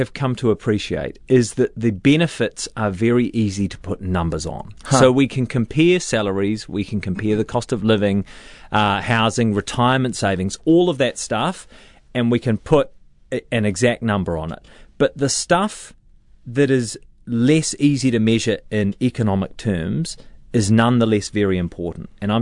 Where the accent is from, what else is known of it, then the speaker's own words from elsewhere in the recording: Australia; But, no, I'm an Australian.